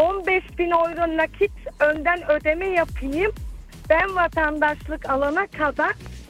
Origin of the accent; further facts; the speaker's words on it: Germany; Evet, ben Almanya'da doğdum, büyüdüm. Çifte vatandaşım, hem Türk hem Alman.